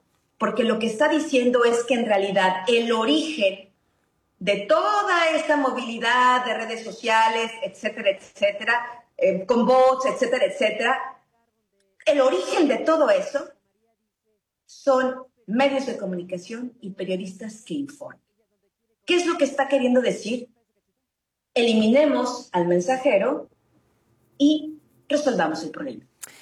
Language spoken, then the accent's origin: Spanish; Mexico; yo, al menos como mexicana